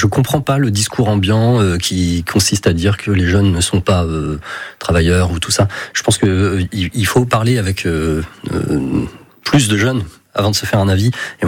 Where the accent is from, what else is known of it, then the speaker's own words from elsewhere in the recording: Mont-Saint-Aignan, Normandy, France; also born or lived in Luc-sur-Mer / Rouen; Je suis né à Mont-Saint-Aignan, mais c'est à Luc-sur-Mer que j'ai passé quelques étés quand j'étais enfant